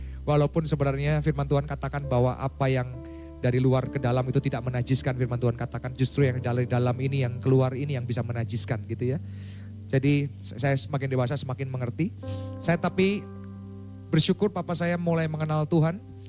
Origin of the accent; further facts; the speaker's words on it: Jember, East Java, Indonesia; orang Jember, orang Jawa Timur, wong Jowo. Saya tahu di sini juga banyak orang Jowo, ya. Saya aslinya dari kota kecil namanya Jember.